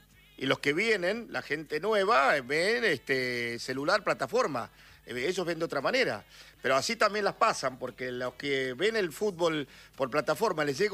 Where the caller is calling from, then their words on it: Entre Ríos, Argentina; Hola, buenas tardes. … de Baza, Bilbaso, Entre Ríos.